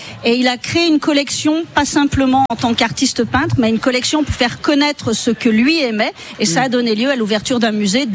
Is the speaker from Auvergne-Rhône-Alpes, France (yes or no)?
yes; Charavine, Auvergne-Rhône-Alpes, France; c'est la fête de là d'où je viens, Charavine, jusqu'à la Voiron.